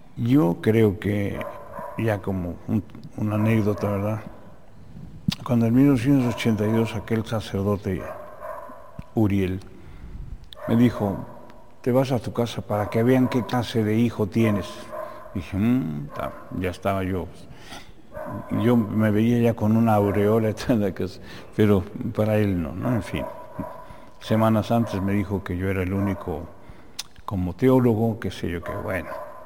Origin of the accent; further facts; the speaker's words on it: Mexico City, Mexico; born there; por ahí está también la colonia donde yo nací